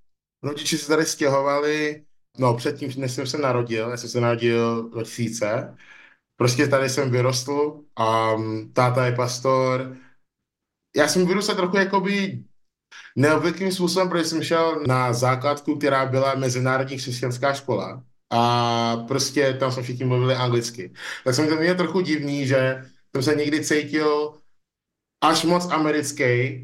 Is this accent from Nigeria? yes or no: yes; Nigeria; now in Czech Republic; protože jsem vždycky cítil, že nejenom, že jsem z Nigérie a člověk z Nigérie žije v České republice